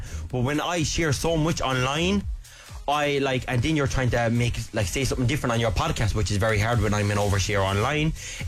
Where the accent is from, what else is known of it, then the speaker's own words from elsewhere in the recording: North West England, United Kingdom; I'm from the Halton side